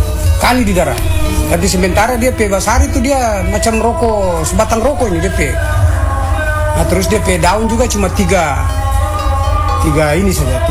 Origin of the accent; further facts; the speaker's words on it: Weda, North Maluku, Indonesia; kita orang-orang Weda